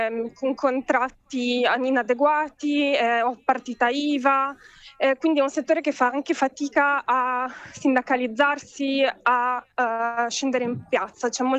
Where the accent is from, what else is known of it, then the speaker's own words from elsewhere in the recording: Venice, Veneto, Italy; Allora, io oggi sono a Napoli, sì, un po' per motivi di prestigio che personali, perché vengo da Venezia.